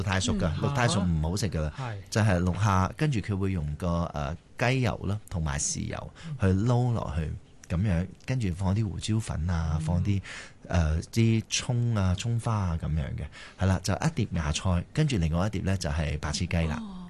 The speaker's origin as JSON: {"language": "Cantonese", "town": "Ipoh", "region": "Perak", "country": "Malaysia", "tie": "born or raised there", "said": "係啊，係啊，我喺怡保長大。"}